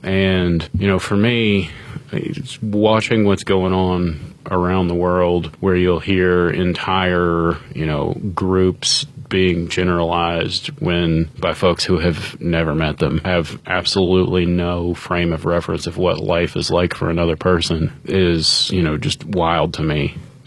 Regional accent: Appalachia, United States; accent: Appalachian; But I'm also from Appalachia. We didn't grow up with everything, you know.

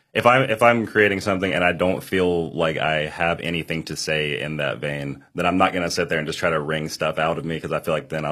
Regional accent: Huntington, West Virginia, United States; three out of five of us are living in Charleston, and then I'm from Huntington.

